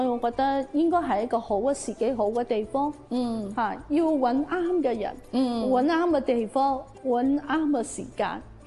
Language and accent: Cantonese; Macau; 回归25周年，身为澳门人，四星产业应该是有责任去向前走一步的。